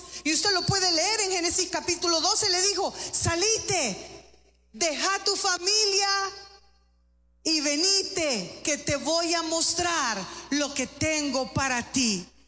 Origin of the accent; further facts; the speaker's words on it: El Salvador; Como decimos aquí en El Salvador